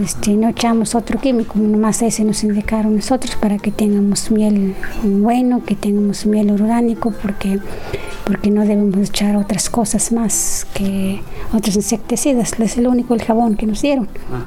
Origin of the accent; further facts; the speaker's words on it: Nuevo Chintipán, Veracruz, Mexico; soy de Nuevo Chintipán.